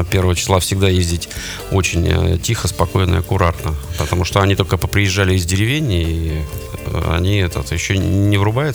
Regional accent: Russia; born there; все мы родились в России, в Советском Союзе, и традиции у нас у все одни, и все учились в одних же этих же школах.

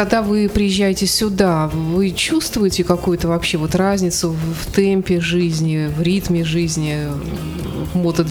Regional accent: Saint Petersburg, Russia; мы, петербуржцы, угрюмые, мрачные, иногда человека нелюбивые

